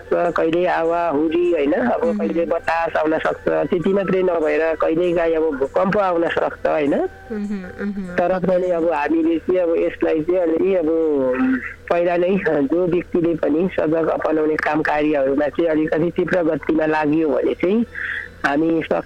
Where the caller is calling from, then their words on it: Dharan, Koshi Province, Nepal; म धरानबाट बोलिरहेको छु